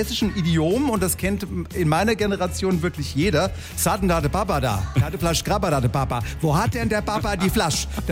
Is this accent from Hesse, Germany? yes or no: yes; Hesse, Germany; born there; Ich bin im Taunus geboren